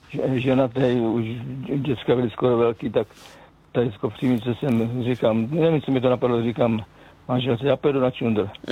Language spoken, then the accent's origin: Czech; South Moravian Region, Czechia; A já jsem tam z Jižní Moravy, takže na víkendy jsme nepravidelně jezdili domů